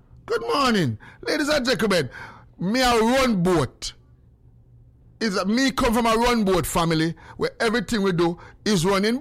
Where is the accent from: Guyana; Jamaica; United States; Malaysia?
Jamaica; Spanish Town, Saint Catherine Parish; I come from Spanish Town, Capture Land to be exact. 90% over we were cook pot in a Jamaica.